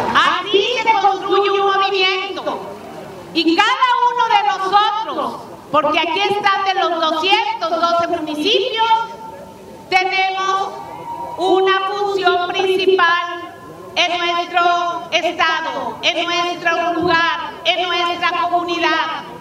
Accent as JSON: {"language": "Spanish", "town": "Coatzacoalcos", "region": "Veracruz", "country": "Mexico", "said": "Coatzacoalcos, mi tierra."}